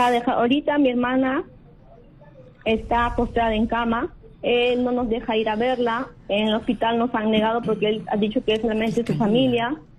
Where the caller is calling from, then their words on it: Trujillo, La Libertad, Peru; Estoy llamando desde Trujillo